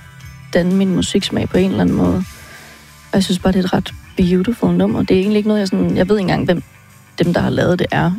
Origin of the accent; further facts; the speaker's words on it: Helsinge, Capital Region of Denmark, Denmark; jeg er fra Helsing